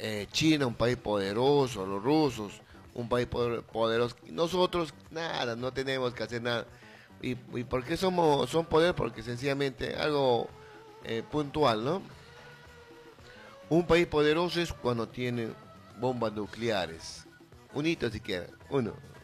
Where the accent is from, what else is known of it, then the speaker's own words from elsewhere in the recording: Ucayali, Peru; Nosotros como peruanos pintamos para nada